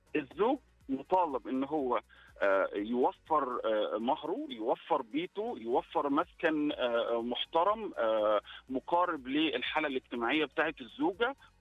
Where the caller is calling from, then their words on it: Egypt; احنا عندنا في مصر فكرة